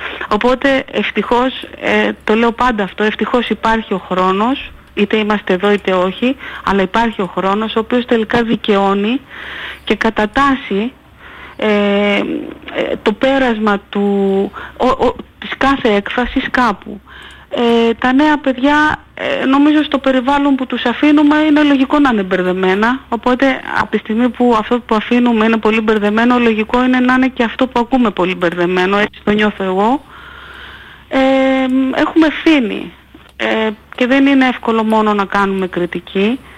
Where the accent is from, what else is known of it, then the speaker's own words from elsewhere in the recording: Kefalonia, Ionian Islands, Greece; moved away; Όσοι άνθρωποι ξέρουν ότι είμαι από την Κεφαλονιά